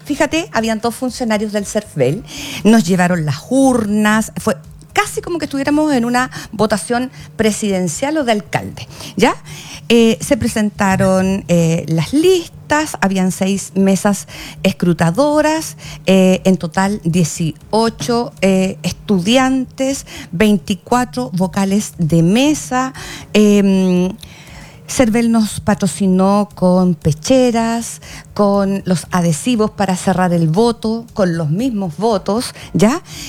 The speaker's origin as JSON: {"language": "Spanish", "region": "Araucanía", "country": "Chile", "also_born_or_lived": "Punta Arenas", "said": "nos quisimos regresar a nuestra tierra, porque yo soy de la Araucanía"}